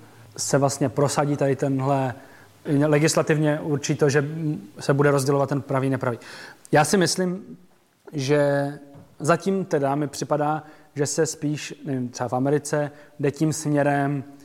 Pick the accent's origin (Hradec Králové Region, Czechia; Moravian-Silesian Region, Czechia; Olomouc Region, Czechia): Moravian-Silesian Region, Czechia; Ostrava; Z Ostravy. A právě jsem jako pracoval v Praze, studoval, ale měl jsem jako velkou motivaci se vrátit domů a založit tam tu svoji redakci